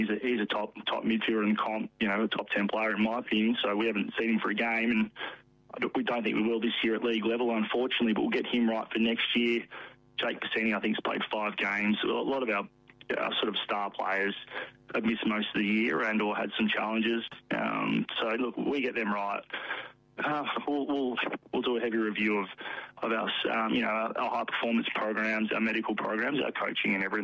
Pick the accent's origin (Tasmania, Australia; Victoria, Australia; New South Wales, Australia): Victoria, Australia; Melbourne; Phil and Andrew are aware I'm from Melbourne